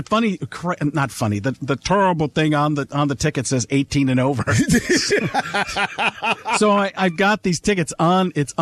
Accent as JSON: {"language": "English", "town": "Milwaukee", "region": "Wisconsin", "country": "United States", "tie": "born or raised there", "said": "So not my hometown. I grew up in Milwaukee"}